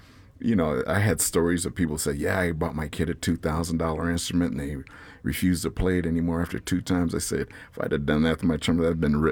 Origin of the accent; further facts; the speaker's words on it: Denver, Colorado, United States; born there; I was born right here in the Points.